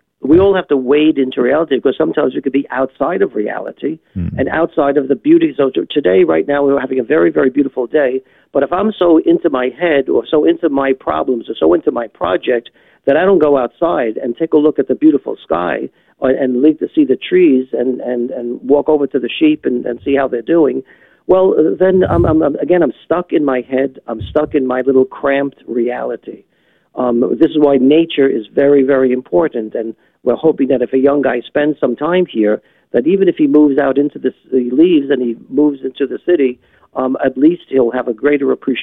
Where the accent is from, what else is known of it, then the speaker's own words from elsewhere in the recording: Brooklyn, New York, United States; I'm a city slicker. I'm from Brooklyn.